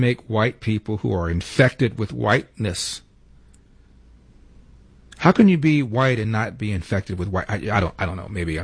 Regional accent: Los Angeles, California, United States; born there; I don't know about this guy, but I was born in Los Angeles. Osborne General Hospital.

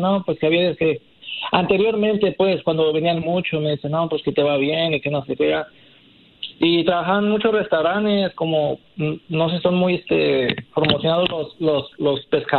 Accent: Puebla, Mexico; moved away; Pues mira, yo soy de México, bueno … me presento, soy de la ciudad de Puebla, y estoy aquí desde el 2007, un tiempo que llegué para acá

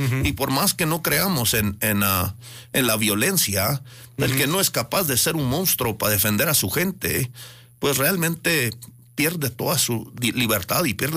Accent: Chihuahua, Mexico; born there; yo nací en Chihuahua y pues realmente me considero mexicano.

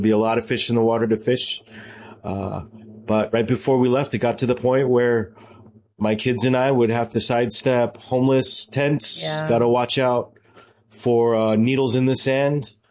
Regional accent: Hawaii, United States; also born or lived in California / Arizona; Born and raised in Hawaii, 1 year old to 6 years old. I have 5 generations of family that live there. So for the most part, that's command center for home. I lived in California for quite some time, lived in Southern California, lived in Arizona

